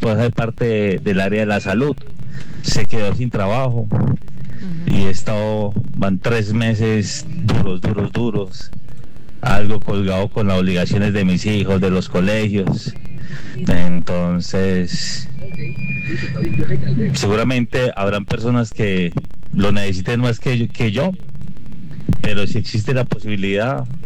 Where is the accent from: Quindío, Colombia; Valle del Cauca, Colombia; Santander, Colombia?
Quindío, Colombia; Armenia; Hola muchachos, ¿cómo van? … de Armenia. Padre de dos hermosos niños, 15 y 11 años.